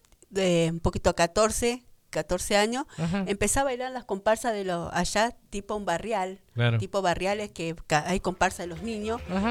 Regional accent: Gualeguaychú, Entre Ríos, Argentina; moved away; en Entre Ríos, en mi ciudad, en Gualeguaychú

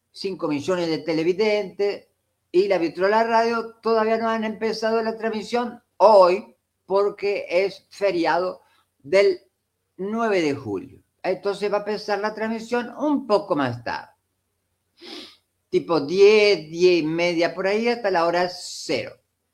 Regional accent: Argentina; soy locutor de la República Argentina

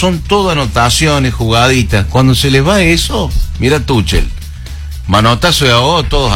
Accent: Argentina; somos argentinos.

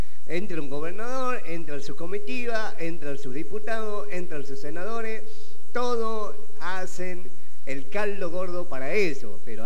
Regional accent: Argentina; somos argentinos, somos criollos. Yo soy bien criollo, bien criollo. Bien argentino, de pura cepa, como dice Eduardito

